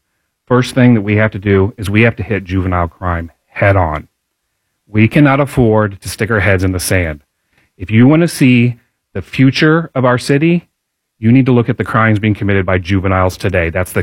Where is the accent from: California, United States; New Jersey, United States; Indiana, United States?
Indiana, United States; Pike Township; So my background, I was born in Indiana, raised in Pike Township, went to IUPUI for undergrad, went to Harvard for law school.